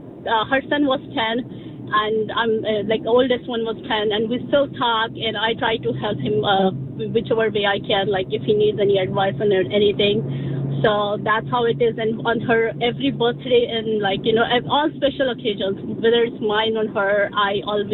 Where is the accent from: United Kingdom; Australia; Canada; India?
India; English is a second language; now in New Jersey, United States; We grew up in India and we kept moving around. But finally, we are like just an hour apart, both in New Jersey.